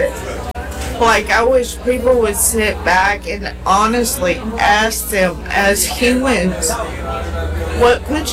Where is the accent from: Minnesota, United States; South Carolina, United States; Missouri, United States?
South Carolina, United States; Abbeville; now in Anderson, United States; I pretty much grew up out here in Abbeville.